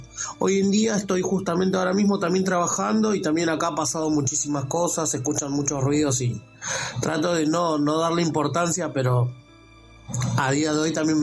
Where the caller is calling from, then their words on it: Moreno, Buenos Aires Province, Argentina; De Zona Oeste, Moreno.